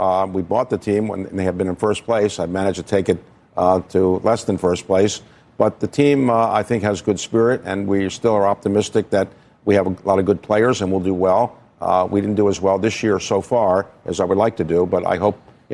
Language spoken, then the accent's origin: English; Baltimore, Maryland, United States; Well, I grew up in Baltimore